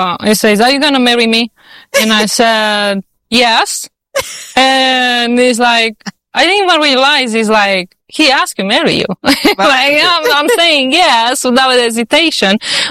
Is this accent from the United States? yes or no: no; Romania; moved away; Well, I am Romanian. Yes, I am Romanian.